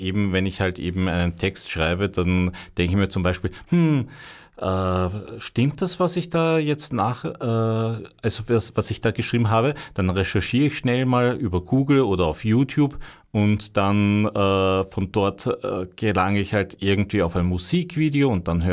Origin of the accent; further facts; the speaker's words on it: Austria; Wir als Österreicher